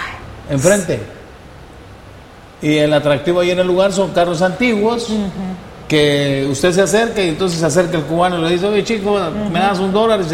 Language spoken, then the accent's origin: Spanish; Honduras